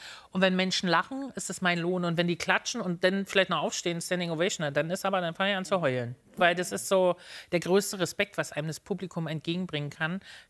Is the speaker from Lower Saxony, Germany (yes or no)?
no; Berlin, Germany